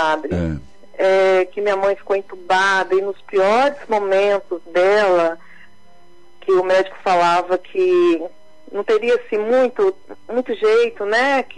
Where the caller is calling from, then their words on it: Guarapari, Espírito Santo, Brazil; Eu falo de Guarapari, no Espírito Santo.